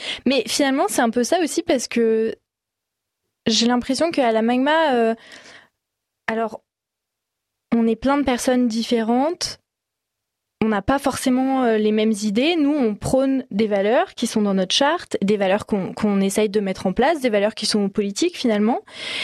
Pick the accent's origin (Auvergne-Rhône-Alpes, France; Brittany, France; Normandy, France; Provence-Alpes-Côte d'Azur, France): Auvergne-Rhône-Alpes, France; Valence; now in Ardèche, France; Alors moi, j'ai grandi à Valence. C'est pas très loin, mais je suis plutôt team drômoise, même si maintenant je suis aussi ardéchoise dans mon cœur, bien sûr.